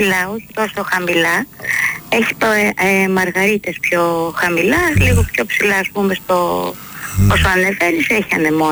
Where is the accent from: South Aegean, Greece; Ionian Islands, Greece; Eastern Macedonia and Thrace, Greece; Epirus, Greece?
Epirus, Greece; Ioannina; also born or lived in Peloponnese; επειδή κατάγομαι και από τα Γιάννενα, μπαμπάς δηλαδή από την Ήπειρο